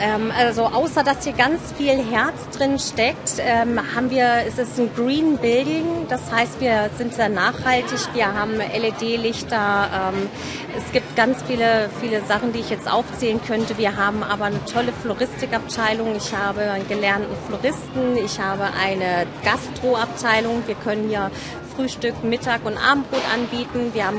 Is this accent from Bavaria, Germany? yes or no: yes; Augsburg, Bavaria, Germany; born there; now in Harz, Germany; Ich bin jetzt 42 Jahre alt. Wie gesagt, bin gebürtige Augsburgerin, also ein bayerisches Mahnl aus der Puppenkiste entstanden.